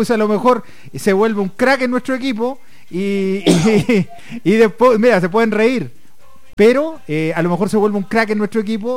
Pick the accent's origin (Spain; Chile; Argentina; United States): Chile; moved away as an adult; now in Bogotá, Colombia